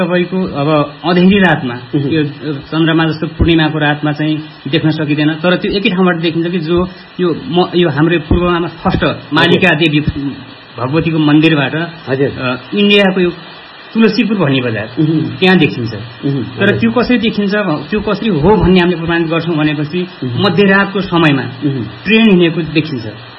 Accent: Rolpa, Lumbini Province, Nepal; म हुन चाहिँ यहीँको स्थानीय हो, मेरो जन्म पनि यहीँ भएको हो।

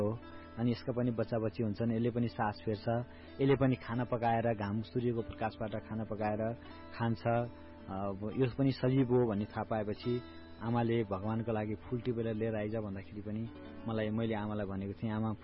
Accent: Chitwan, Bagmati, Nepal; हाम्रो चितवनमा

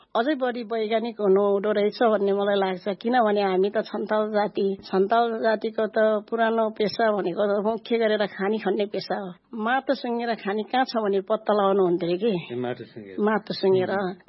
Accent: Baglung, Gandaki Province, Nepal; born there; also born or lived in Kateri, Tamankhola Rural Municipality; मेरो जन्मथलोको हेर्दाखेरि चाहिँ सामुदायिक वन भनेर चाहिँ एउटा वनलाई चाहिँ त्यो घोषणा गरेको छ, बागलुङको तमनखोला गाउँपालिका वडा नम्बर ५ खुङखानीमा।

